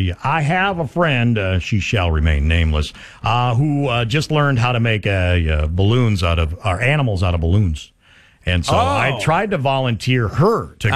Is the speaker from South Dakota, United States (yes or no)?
yes; South Dakota, United States; I grew up in South Dakota